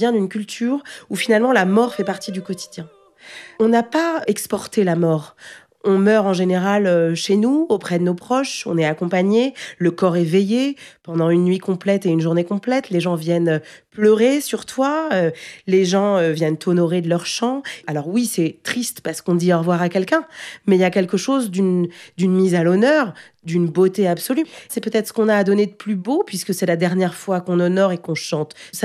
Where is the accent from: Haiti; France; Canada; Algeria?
Algeria; Kabylie; first language Kabyle; French is a second language; Mes parents sont d'Algérie, on est de Kabylie. Moi, c'est ma première langue, j'ai grandi avec ma grand-mère.